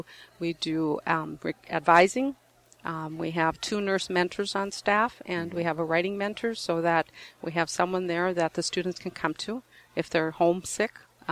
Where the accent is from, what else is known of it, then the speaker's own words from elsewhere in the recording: Turtle Mountain Reservation, North Dakota, United States; when I was growing up on the Turtle Mountain Reservation